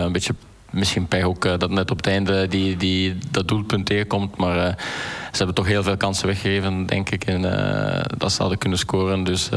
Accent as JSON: {"language": "Dutch", "country": "Switzerland", "tie": "born or raised there", "moved": "yes", "lives_now": "Belgium", "said": "Ik ben geboren en getogen in Zwitserland. Zoals dat gezegd, papa Belg en mijn mama is een Zwitserse. Dus ik ben thuis tweetalig opgevoed en ben dan uiteindelijk weer in België verzeild geraakt."}